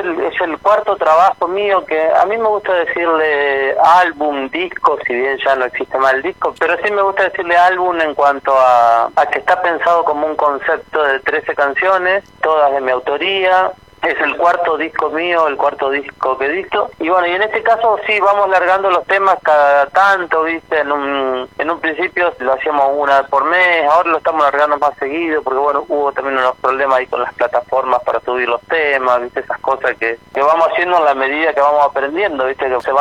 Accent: Elisa, Santa Fe, Argentina; now in Buenos Aires, Argentina; Soy de Elisa, pero vivo en Buenos Aires.

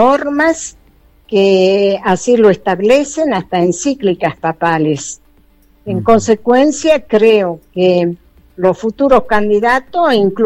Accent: Joaquín V. González, Salta, Argentina; Nací, crecí en este pueblo, amo a mi pueblo.

